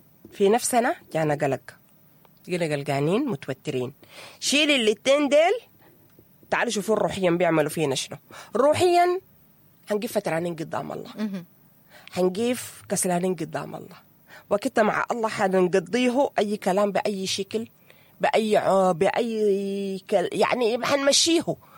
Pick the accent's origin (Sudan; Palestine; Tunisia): Sudan; نحن الشعب السوداني مشهورين بالاجتماعيات بتاعتنا